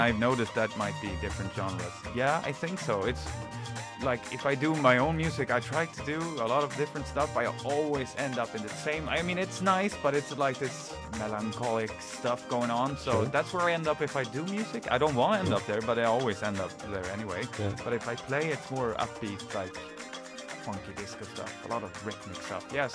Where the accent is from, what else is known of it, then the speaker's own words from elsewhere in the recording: Laholm, Halland County, Sweden; moved away; back where I grew up in Laholm.